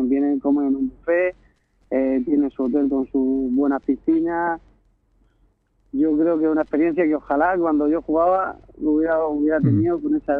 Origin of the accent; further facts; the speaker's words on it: Cáceres, Extremadura, Spain; moved away; yo soy de allí de Cáceres